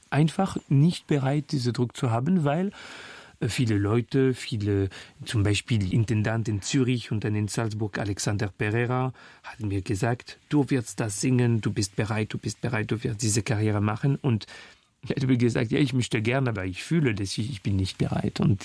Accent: Paris, Île-de-France, France; born there; German is a second language; Weil ich singe ein paar Kilometer von wo ich geboren bin, in Clinique des Lilas, bei einem 20. Arrondissement.

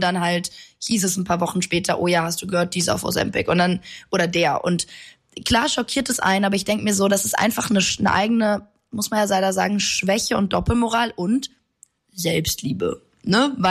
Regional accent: Italy; born or raised there

